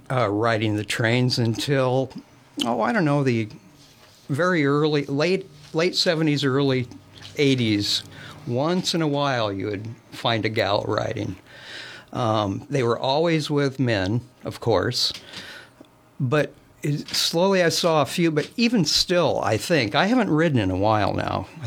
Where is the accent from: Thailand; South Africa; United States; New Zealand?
United States; Klamath Falls, Oregon; I was raised in around Klamath Falls, Oregon.